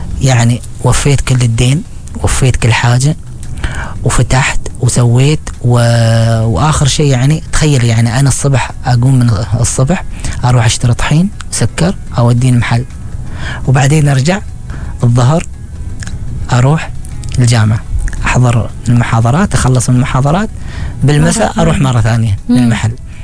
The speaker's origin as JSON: {"language": "Arabic", "country": "Oman", "said": "انت من وين؟ من عمان."}